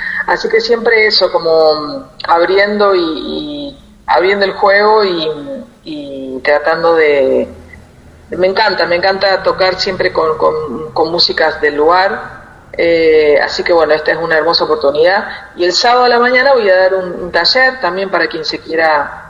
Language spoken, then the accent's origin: Spanish; Córdoba, Argentina; moved away as an adult; now in Buenos Aires, Argentina; soy de Córdoba y hace 3 años estoy residiendo en Buenos Aires.